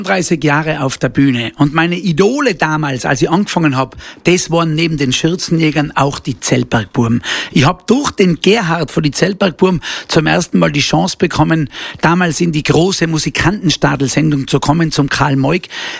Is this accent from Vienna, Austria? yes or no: no; Tyrol, Austria; eine sehr erfolgreiche Gruppe aus meiner Heimat, aus dem Zillertal.